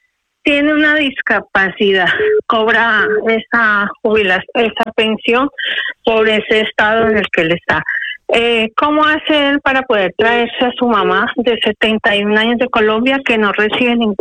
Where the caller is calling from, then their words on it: Madrid, Community of Madrid, Spain; me comunico de Madrid.